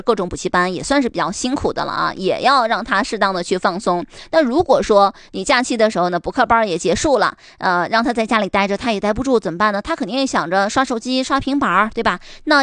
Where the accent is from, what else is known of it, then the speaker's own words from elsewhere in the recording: Northeast China, China; 我是认为我们东北人对大海有执念